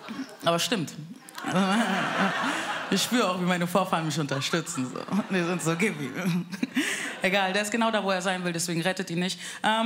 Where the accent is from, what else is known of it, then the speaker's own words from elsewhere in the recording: Bavaria, Germany; Ich bin aus Frankfurt. Spaß, ich bin eigentlich aus Bayern.